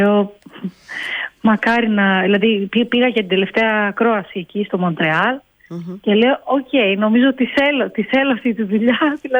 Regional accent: Crete, Greece; Γιατί επειδή μεγάλωσα και στην Κρήτη δεν έτυχε να το δω κάπου

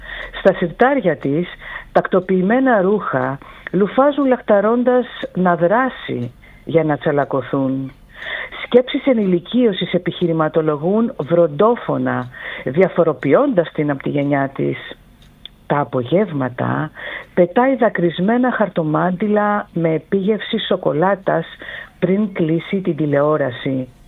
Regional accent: Volos, Thessaly, Greece; moved away; Δεν τυχαία το λέω σε σένα και στο Βόλο. Με μεγάλη συγκίνηση στην πατρίδα μου.

